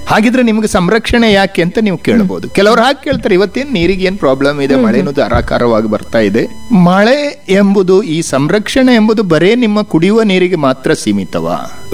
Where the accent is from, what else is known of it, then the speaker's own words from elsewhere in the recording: Kerala, India; now in Belagavi, India; ನಾನು 30 ಇಯರ್ಸ್ ಹಿಂದೆ ಬಂದವ ಬೆಳಗಾಮಿಗೆ, ನಾನು ನಿಜವಾಗಿ ಅಂದ್ರೆ ಬೆಳಗಾಂನೂ ಅಲ್ಲ, ನಾವು ಕೇರಳದವರು. 30 ವರ್ಷಗಳ ಹಿಂದೆ ಮತ್ತು 30-33 ವರ್ಷಗಳ ಹಿಂದೆ ನಾನು ಇಲ್ಲಿಗೆ ಬಂದೆ.